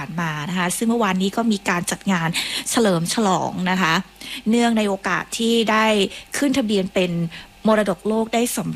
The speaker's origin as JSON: {"language": "Thai", "region": "Southern Thailand", "country": "Thailand", "said": "สำหรับพวกเราคนไทยแล้วก็พวกเราชาวใต้ด้วย"}